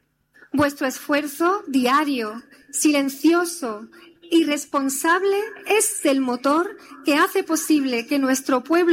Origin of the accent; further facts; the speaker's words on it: La Línea de la Concepción, Andalusia, Spain; Si siempre me he sentido arropada en mi tierra, hoy ese orgullo se multiplica. Gracias, queridísimos linenses, por vuestra forma de ser y por cuidar el alma de nuestro pueblo.